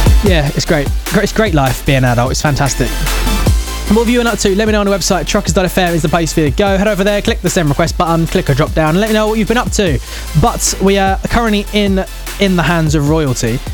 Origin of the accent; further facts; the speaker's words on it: England, United Kingdom; Because, you know, I'm English and English people like to moan